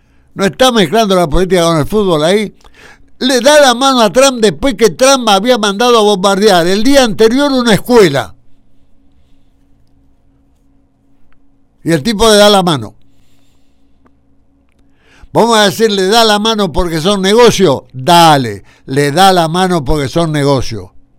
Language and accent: Spanish; Argentina; En este país, en mi país